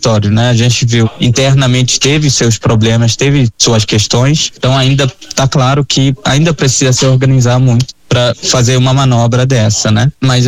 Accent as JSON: {"language": "Portuguese", "country": "Syria", "also_born_or_lived": "Brazil", "second_language": "Portuguese", "said": "Não tá muito claro, mas na minha percepção como sírio, né? Eu estive como refugiado no Brasil durante 15 anos por conta da guerra civil."}